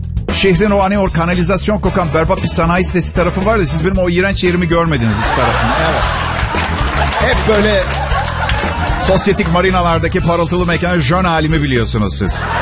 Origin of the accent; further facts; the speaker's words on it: Istanbul, Turkey; born there; o kadar uzun süredir Türkiye'deyim ki Tophane'de doğdum. Gerçekten Tophane'de bir hastanede doğdum. Eskiden İtalyan hastanesi vardı orada, artık yok.